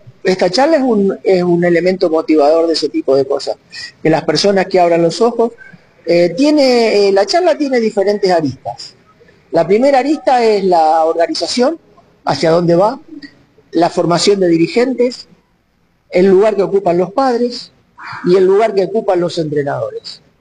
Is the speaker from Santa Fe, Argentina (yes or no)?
yes; Máximo Paz, Santa Fe, Argentina; also born or lived in Chile / Rosario; yo cuando me volví de Chile a vivir a Rosario, a mi ciudad, o yo, mejor dicho, soy de Máximo Paz, un pueblo de aquí del sur de Santa Fe, yo volví ahí